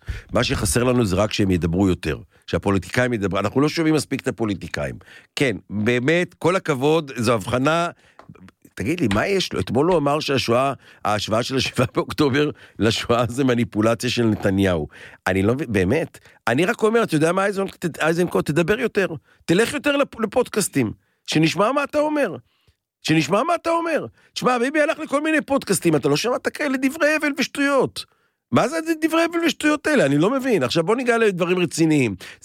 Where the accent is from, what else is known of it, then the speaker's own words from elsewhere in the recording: Bat Yam, Tel Aviv District, Israel; אני גדלתי בשיקון בבת ים